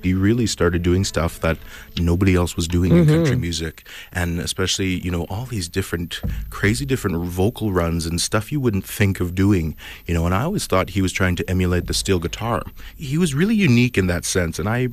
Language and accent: English; Sucker Creek, Alberta, Canada